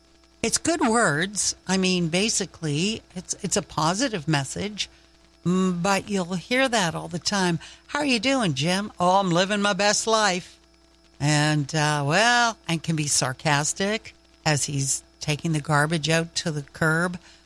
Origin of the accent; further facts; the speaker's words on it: the Maritimes, Canada; Even though I'm from the Maritimes